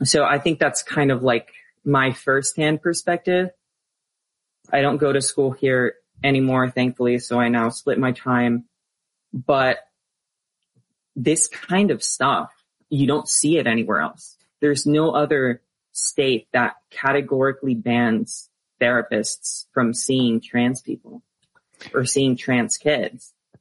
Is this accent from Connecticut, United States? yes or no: no; Texas, United States; I'm from Texas. I moved to Texas when I was not even 2 years old. So I've lived here basically all of my life